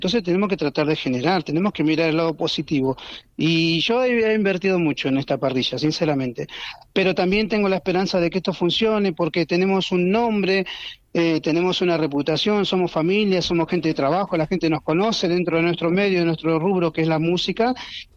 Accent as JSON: {"language": "Spanish", "country": "Argentina", "said": "Porque creo en mi Argentina, Marcelo, porque soy argentino"}